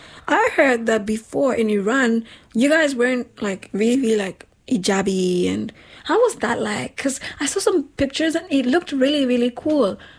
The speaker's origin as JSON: {"language": "English", "country": "Nigeria", "tie": "born or raised there", "said": "So I was saying that just growing up in Nigeria, it was incredibly difficult for me to feel like I was accepted"}